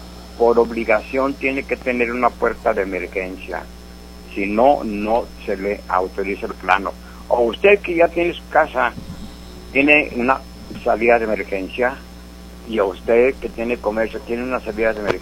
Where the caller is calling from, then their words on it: Coahuila, Mexico; aunque yo sea del estado de Coahuila